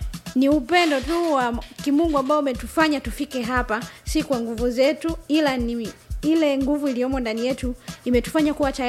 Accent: Dar es Salaam, Tanzania; Nimetokea Dar es Salaam.

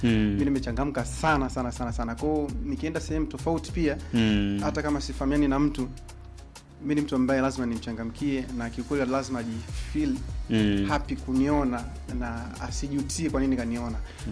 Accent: Tabora, Tanzania; Mimi ni Msukuma, mimi ni Mnyamwezi wa Tabora

